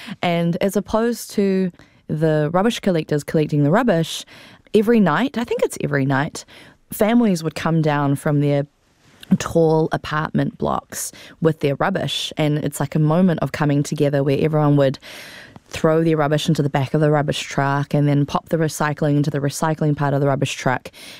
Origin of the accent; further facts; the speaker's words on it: Taipei, Taiwan; When I was growing up in Taipei, we lived in an area called Nangang.